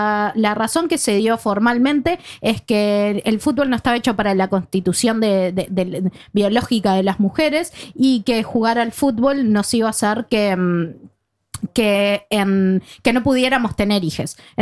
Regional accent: Uruguay; yo como uruguaya pido disculpas a los ganeses cada vez que me los cruzo.

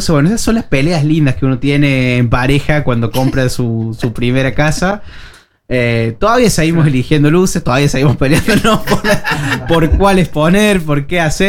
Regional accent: Argentina; now in Oslo, Norway; Como somos los argentinos, eso, de Argentina

